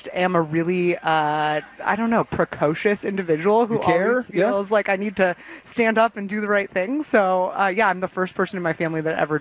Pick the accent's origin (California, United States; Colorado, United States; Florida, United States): California, United States; I did not. I grew up in the San Francisco Bay Area.